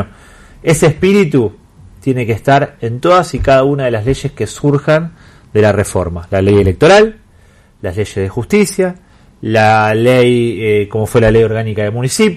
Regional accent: Santa Fe, Argentina; nos terminamos siendo cargo los santafesinos de que eso suceda.

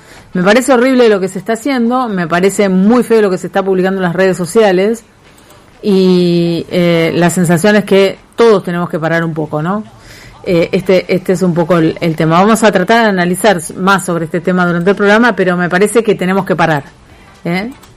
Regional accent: Argentina

